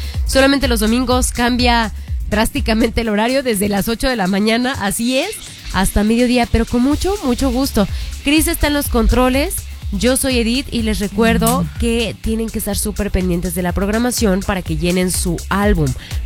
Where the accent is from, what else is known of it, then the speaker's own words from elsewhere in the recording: Mexico; Y saben que yo creo que así somos los mexicanos en general, ¿eh?